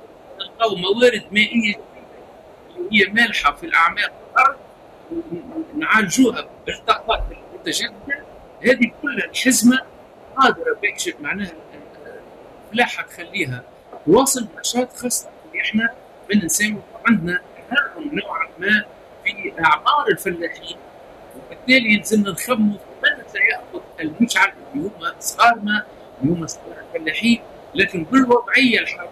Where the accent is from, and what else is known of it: Tunisia